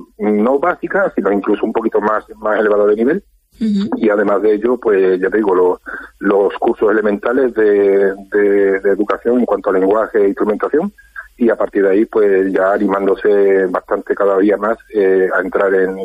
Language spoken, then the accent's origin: Spanish; Campillos, Andalusia, Spain; la mayoría de las personas que componemos la formación somos de aquí, de la localidad.